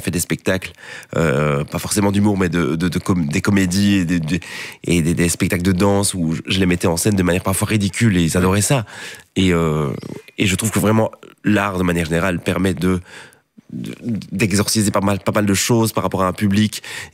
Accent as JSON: {"language": "French", "town": "Ath", "region": "Wallonia", "country": "Belgium", "accent": "eastern Ath accent", "said": "Mais non, moi je suis de Hattin. Moi, je suis mais Hattin, on a plusieurs accents. L'accent de l'Est et l'accent de l'Ouest. Et moi, j'ai l'accent de l'Est."}